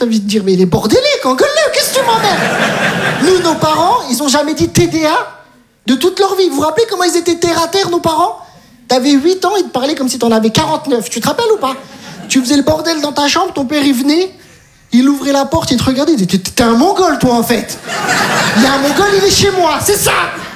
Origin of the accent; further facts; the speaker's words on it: Metz, Grand Est, France; Je viens de Metz, j'ai tout abandonné.